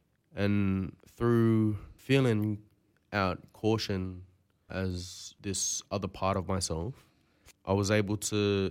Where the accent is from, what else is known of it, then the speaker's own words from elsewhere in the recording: Moree, New South Wales, Australia; now in Melbourne, Australia; Gamilaroi, so Big Gamilaroi, Dungari and Gumbangir. I'm from Moree, that's where I was born at, that's my home country. And living currently down like North Side Way